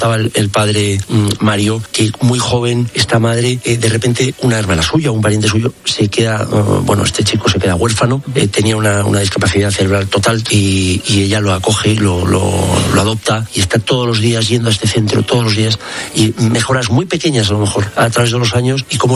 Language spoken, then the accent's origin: Spanish; Navarre, Spain; yo, como español, como navarro, como católico, estoy muy orgulloso de esa gente.